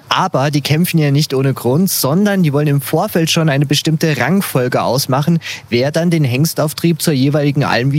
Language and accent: German; Germany; now in Tyrol, Austria; Da dachte ich mir, boah, als Deutscher, die Namen, die klingen aber echt brutal.